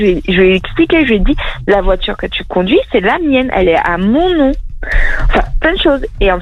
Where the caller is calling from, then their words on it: France; moi je suis française.